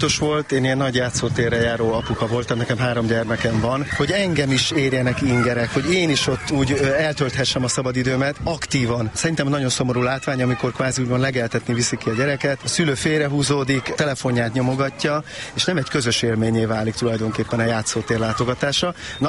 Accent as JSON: {"language": "Hungarian", "region": "Budapest", "country": "Hungary", "tie": "born or raised there", "said": "Egyébként én itt nőttem fel a második kerületben"}